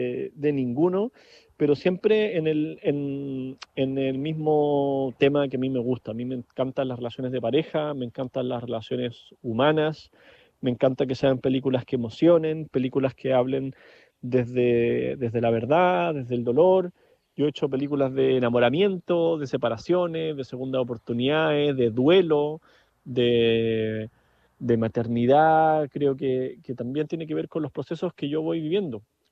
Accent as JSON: {"language": "Spanish", "country": "Chile", "said": "Yo me siento más que un cineasta chileno, me siento un cineasta latinoamericano"}